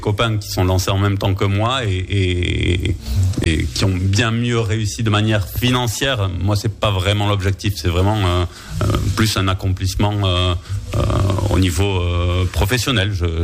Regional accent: Toulouse, Occitanie, France; Je suis toulousain depuis toujours

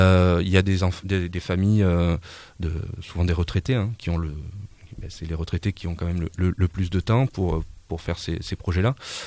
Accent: Mugron, Nouvelle-Aquitaine, France; Oui, je viens de là-bas, j'habite à Mugron.

